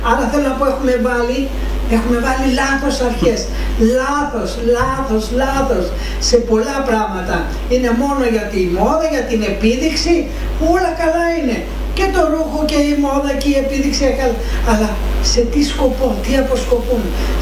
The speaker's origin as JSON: {"language": "Greek", "country": "Greece", "also_born_or_lived": "United States", "said": "Είμαστε Έλληνες."}